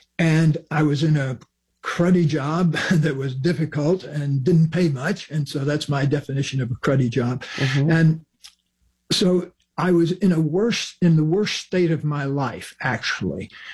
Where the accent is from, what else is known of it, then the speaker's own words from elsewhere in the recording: the South, United States; I had the great good fortune of growing up in the South next door to my grandmother